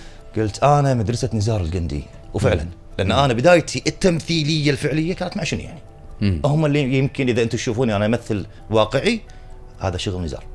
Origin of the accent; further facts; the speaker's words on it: Kuwait; احنا كخليجيين ترى احنا او احنا ككويتيين بالذات